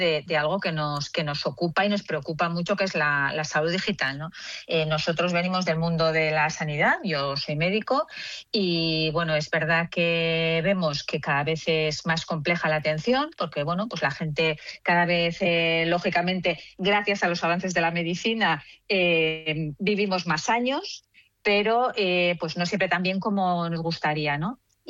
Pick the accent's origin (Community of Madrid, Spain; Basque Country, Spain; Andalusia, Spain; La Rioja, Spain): Basque Country, Spain; San Sebastián; yo soy donostiarra